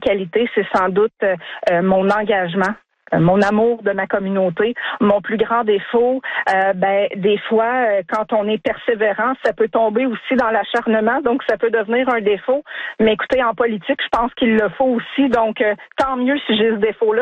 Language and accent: French; Drummondville, Quebec, Canada; je suis native de Drummondville. Ça, c'est la première chose. Je vis ici depuis plus de 30 ans.